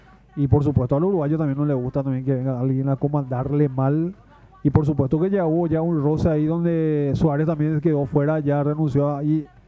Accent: Paraguay; siempre nosotros también de este lado, como paraguayos, por supuesto queremos que tanto a nuestros hermanos sudamericanos les vaya bien

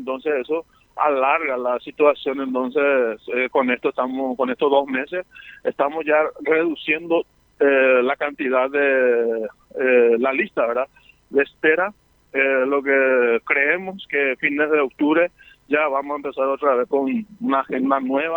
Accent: Paraguay; como paraguayo, como católico también

